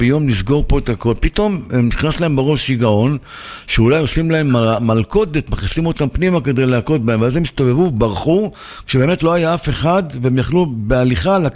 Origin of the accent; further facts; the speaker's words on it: Jerusalem, Jerusalem District, Israel; born there; אנחנו נולדנו יחד בשכונת הבוחרים. אחר כך אנחנו עברנו לשמואל הנביא